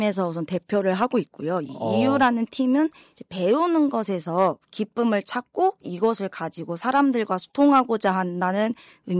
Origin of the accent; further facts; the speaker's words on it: Jeonju, North Jeolla, South Korea; 전주 토박이기 때문에